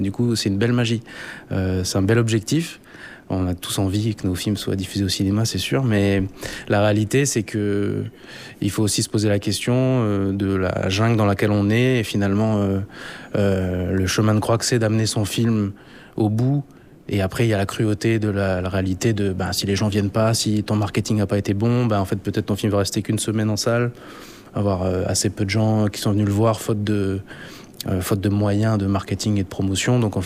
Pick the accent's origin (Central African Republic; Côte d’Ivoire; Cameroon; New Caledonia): New Caledonia; en tant que calédonien